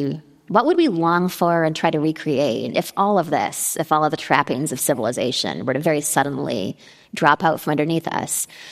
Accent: Canada; I'm Canadian. I feel like I was politer about it.

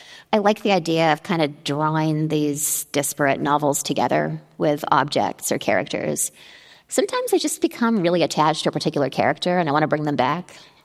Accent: Denman Island, British Columbia, Canada; also born or lived in Toronto / Montreal; now in New York, United States; I'm from Denman Island, British Columbia. It's about 1,000 people. It's definitely more deer than people. Like, it's just forest. It's pretty.

